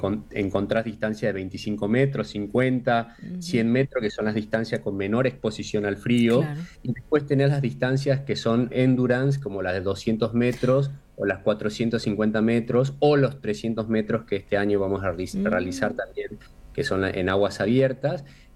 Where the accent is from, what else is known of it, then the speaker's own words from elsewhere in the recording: Argentina; en nuestro país, en Argentina, en la Patagonia